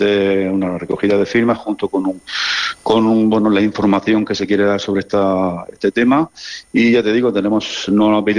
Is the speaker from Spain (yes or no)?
yes; Lorca, Region of Murcia, Spain; Yo soy del barrio de San Pedro y mucha población se ha ido